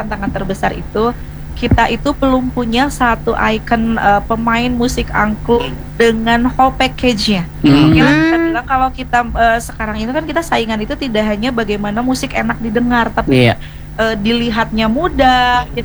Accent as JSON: {"language": "Indonesian", "region": "West Java", "country": "Indonesia", "said": "Nah, kita orang Sunda punya nada sendiri namanya daminatilada."}